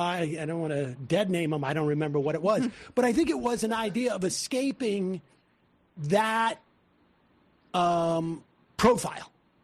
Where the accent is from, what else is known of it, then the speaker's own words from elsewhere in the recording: Worcester, Massachusetts, United States; I grew up in Worcester, Massachusetts. It was not not the most Jewish of places, but we were, in Hebrew school.